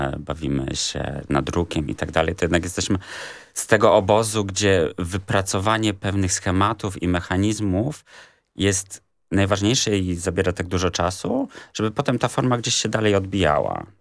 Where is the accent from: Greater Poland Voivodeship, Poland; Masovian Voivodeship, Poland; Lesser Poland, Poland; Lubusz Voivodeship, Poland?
Greater Poland Voivodeship, Poland; Też jesteśmy z Wielkopolski